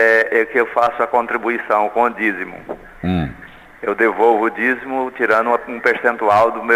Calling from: Presidente Médici, Rondônia, Brazil; Eu falo de Presidente Médici Rondônia.

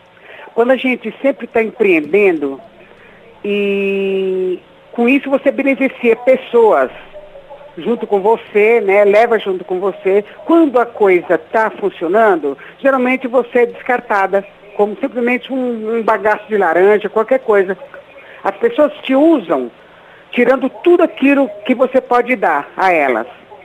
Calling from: São Paulo, Brazil; Eu sou de São Paulo

